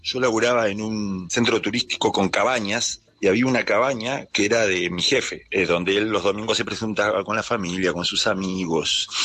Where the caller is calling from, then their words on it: Comodoro Rivadavia, Chubut, Argentina; de Comodoro Rivadavia